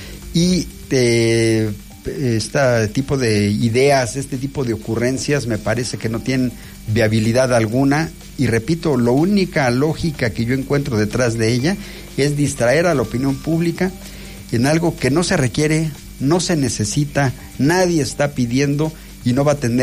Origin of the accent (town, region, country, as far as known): Mexico